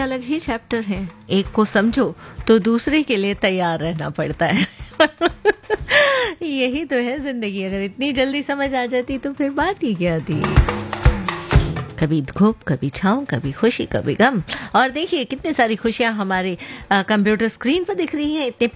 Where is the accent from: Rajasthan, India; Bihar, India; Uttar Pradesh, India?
Uttar Pradesh, India; Ishlaganj; now in Israel; और मैं अभी आपको इसराइल से सुन रहा हूँ। बेसिकली मैं उत्तर प्रदेश के उन्नाव डिस्ट्रिक्ट से इशलागंज का रहने वाला हूँ।